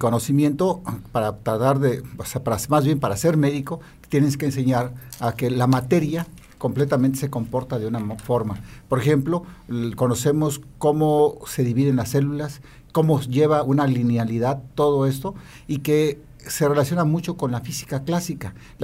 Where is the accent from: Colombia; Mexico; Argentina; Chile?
Mexico; Comitán, Chiapas; ahí en mi pueblo, en Comitán, yo soy de Comitán